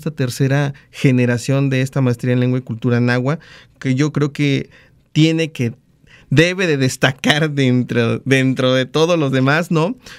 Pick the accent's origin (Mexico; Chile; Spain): Mexico; Veracruz; born there; yo por nacimiento soy huasteco, de la Huasteca Veracruzana, en el norte del estado